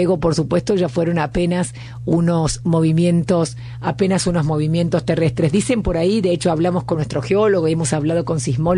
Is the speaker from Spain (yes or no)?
no; Argentina; nosotros como República Argentina